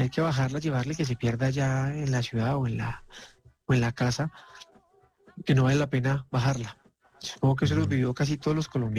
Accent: Bogotá, Colombia; born there; Yo nací en Bogotá. Ajá. Una comunidad tradicional. Y pues nada, afortunadamente, a Dios gracias, crezco alrededor de Colombia.

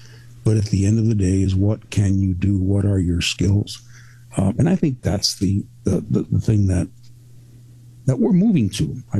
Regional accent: Mexico; born or raised there; also born or lived in Cuba / United States

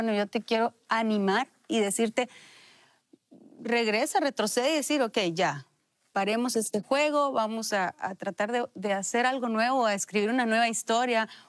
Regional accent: Honduras; estábamos en mi país, en Honduras

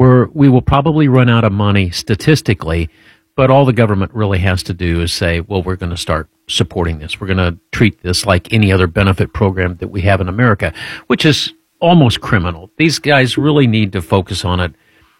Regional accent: Speedway, Indiana, United States; You know, growing up in Speedway, Indiana, we had Social Security back then.

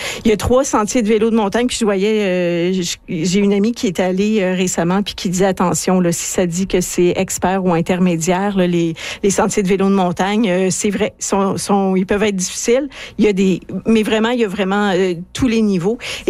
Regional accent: Quebec, Canada; moi je viens des Laurentides, hein, ça me fait penser un peu aux Laurentides.

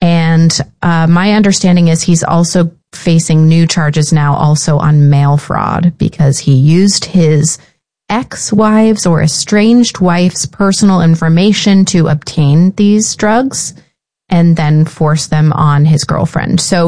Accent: Ohio, United States; Before we break, though, I do want to ask if you've seen this news from my home state.

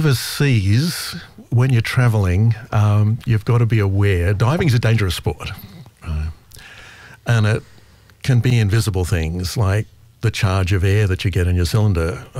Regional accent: Brisbane, Queensland, Australia; moved away as an adult; also born or lived in Canberra / Malaysia; I grew up in Brisbane. I only knew Brisbane. It was a long time before I even travelled interstate. I seemed to just keep going south. I went to Canberra for 10 years to study and then Antarctica for over a year.

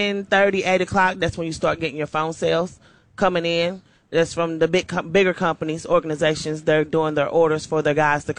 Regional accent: Knoxville, Tennessee, United States; I'm from Knoxville, Tennessee.

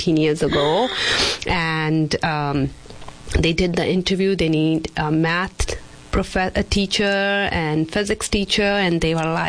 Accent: Dalhousie, Himachal Pradesh, India; moved away as an adult; now in Yuma, Arizona, United States; It's up in the foothill of Himalayas, Dalhousie. It's north part of the India, up mountains, and it's a very beautiful town, and they call it the mini Switzerland. So it's a lot of rivers, wow, snow, and all the four seasons.

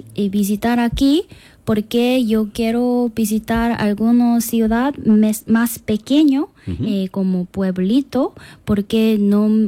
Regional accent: South Korea; Spanish is a second language; Sí, soy coreana, Corea del Sur.

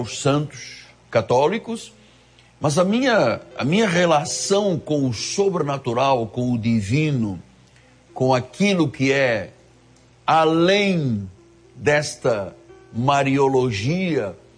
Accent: Angola; born there; eu nasci em África, em Angola

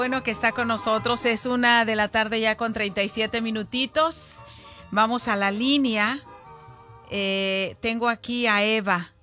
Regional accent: Zacualco de Torres, Jalisco, Mexico; moved away; un saludo para todos los de mi pueblo de allá de Zacualco.

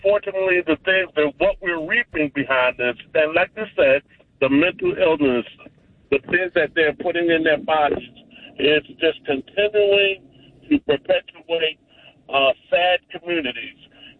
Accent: Baltimore, Maryland, United States; I grew up in West Baltimore. I grew up where the corner stores were selling drug paraphernalia, vials, caps, plastic bags, everything to do your trade.

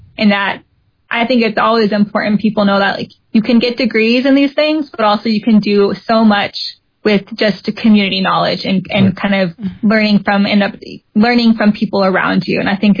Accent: Southwest, United States; I grew up in the Southwest around a lot of like Tewa Pueblos.

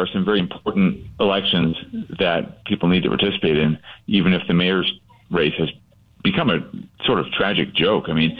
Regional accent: Pacific Palisades, California, United States; I'm from the Palisades and my neighborhood burnt down, even though my house survived.

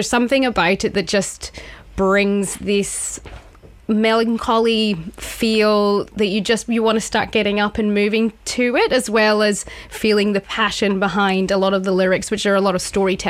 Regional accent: Scotland, United Kingdom; moved away as an adult; now in Australia; Most people think I'm Irish because of my Irish name, but I'm actually Scottish.

